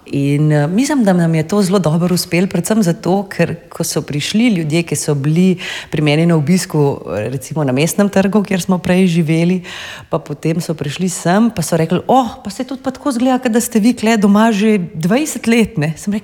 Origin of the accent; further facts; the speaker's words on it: Ljubljana, Central Slovenia, Slovenia; Rodila sem se tudi v Stari Ljubljani, na Gosposki, pravzaprav od otroštva živim v starem delu mesta in sem zelo navezana na njega